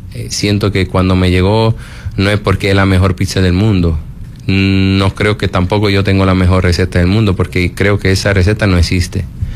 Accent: Italy; moved away; yo soy italiano

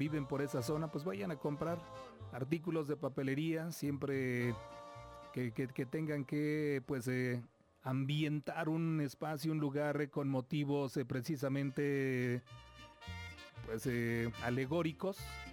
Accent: Mexico; como ya saben cómo somos nosotros los mexicanos

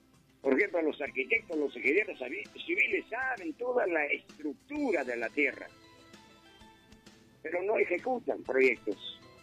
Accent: Huaraz, Ancash, Peru; en mi tierra, en Huaraz. El terremoto trajo abajo a toditas las casas de la avenida Tarapacá, donde yo vivo.

